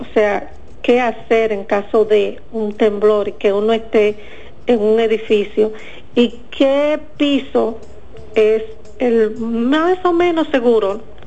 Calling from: Santiago de los Caballeros, Santiago, Dominican Republic; Soy de Santiago

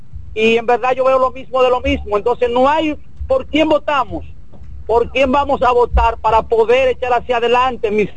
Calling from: Dominican Republic; Me da pena en verdad y vergüenza decir que soy dominicano.

